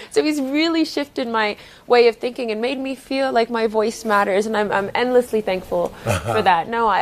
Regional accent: Canada; I'm also Canadian.

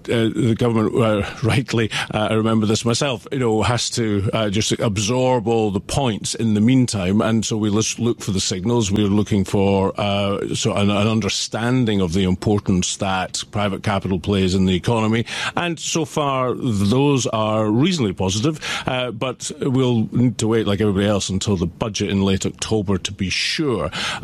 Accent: Scotland, United Kingdom; now in London, United Kingdom; I speak as a Scot who spends his time between Scotland and here.

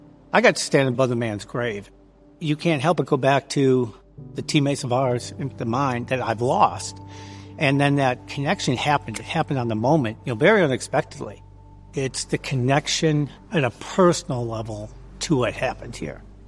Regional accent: Michigan, United States; I grew up in Michigan.

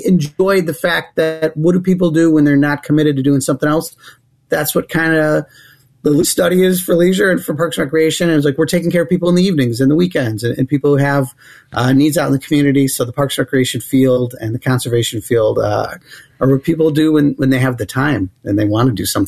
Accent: Illinois, United States; So I'm a lifelong DuPage resident.

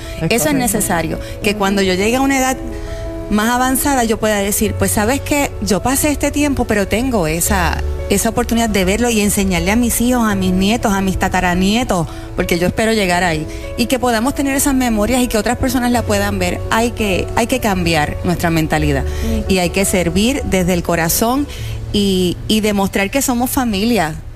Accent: Puerto Rico

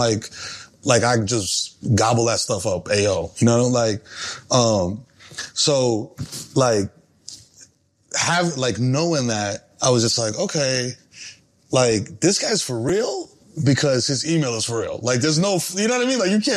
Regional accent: New York City, New York, United States; So this is the other thing too about growing up, you know, first generation and growing up in the Bronx

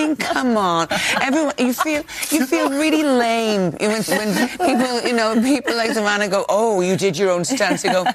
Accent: Wales, United Kingdom; We actually went back to Wales, which I've never done that either.

